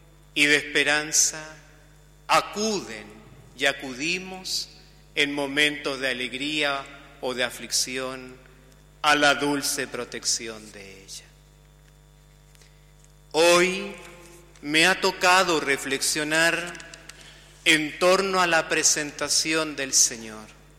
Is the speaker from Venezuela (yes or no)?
no; Algarrobito, Coquimbo, Chile; moved away as an adult; now in Paihuano, Chile; mi pueblo de origen, de Algarrobito.